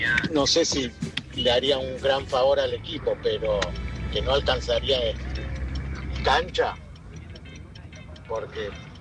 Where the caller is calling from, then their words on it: Quilmes, Buenos Aires Province, Argentina; de Quilmes, volviendo de Capital.